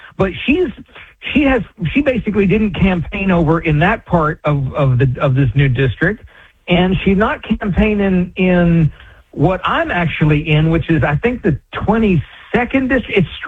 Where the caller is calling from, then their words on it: Davie, Florida, United States; from Davie.